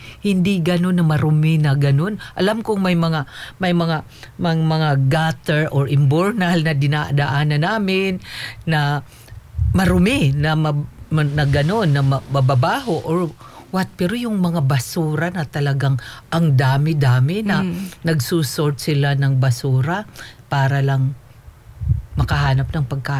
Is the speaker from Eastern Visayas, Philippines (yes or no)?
yes; Eastern Visayas, Philippines; moved away; sa probinsya namin, doon sa Samar